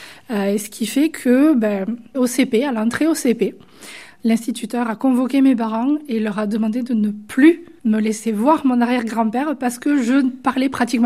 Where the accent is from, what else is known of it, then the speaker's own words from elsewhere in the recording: Joncels, Occitanie, France; je suis originaire de l'arrière-pays, entre Bédarieux, le Bousquet d'Orb, Lunas et plus particulièrement Joncel. Et voilà, donc j'ai eu la chance d'avoir l'occitan à la maison par mon arrière-grand-père.